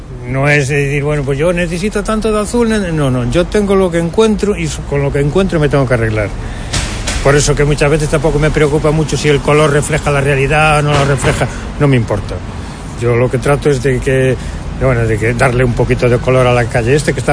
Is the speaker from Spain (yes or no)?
yes; Santiago de Compostela, Galicia, Spain; Y nací en la Puente Pedriña, pero bueno, que soy de Santiago de toda la vida.